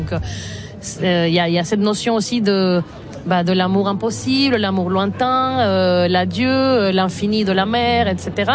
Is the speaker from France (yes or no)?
no; Caracas, Capital District, Venezuela; moved away as an adult